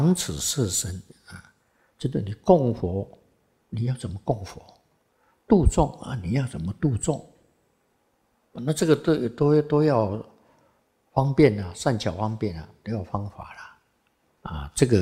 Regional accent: Xizhi, northern Taiwan, Taiwan; born there; 因为我是在北部出生的嘛。啊，我在戏子出生的嘛

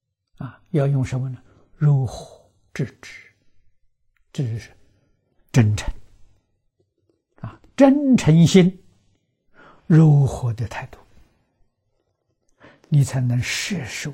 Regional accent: China

